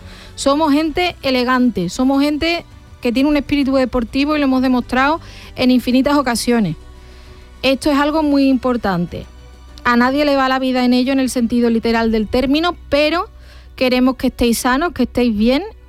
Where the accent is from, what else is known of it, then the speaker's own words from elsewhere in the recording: Santa Ana la Real, Andalusia, Spain; Santa Ana la Real, en la provincia de Huelva, está entre Alájar y Almonaster.